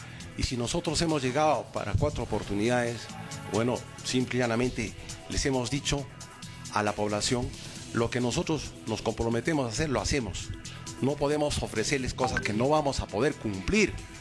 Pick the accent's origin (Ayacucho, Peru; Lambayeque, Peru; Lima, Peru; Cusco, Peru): Cusco, Peru; Sicuani; a mi tierra casi, a Sicuani, a Canchis.